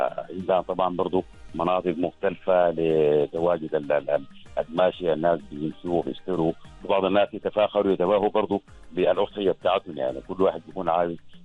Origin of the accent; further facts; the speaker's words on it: Sudan; now in Oman; عيد الأضحى يعتبر من أهم المناسبات الاجتماعية والدينية عندنا في السودان.